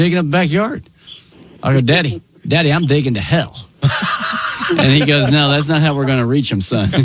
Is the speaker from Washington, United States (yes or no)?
no; Tulsa, Oklahoma, United States; I grew up in Oklahoma there in Tulsa